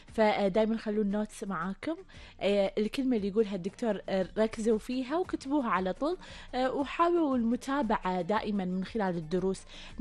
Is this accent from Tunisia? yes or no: no; Kuwait